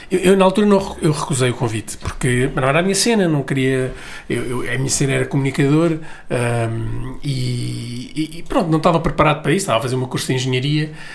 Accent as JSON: {"language": "Portuguese", "country": "Brazil", "said": "Eu sou brasileiro, na realidade. Aí tem que falar, né? Cara aí, brasileiro."}